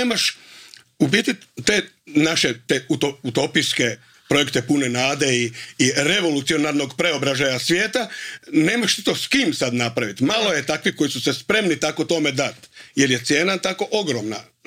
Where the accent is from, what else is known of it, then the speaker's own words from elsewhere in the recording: Požega, Požega-Slavonia County, Croatia; now in Zagreb, Croatia; Ja sam odraštao, rođen sam u Požegi.